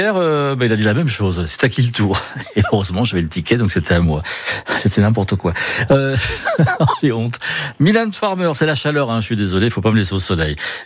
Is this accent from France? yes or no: yes; Nouvelle-Aquitaine, France; chez nous en Limousin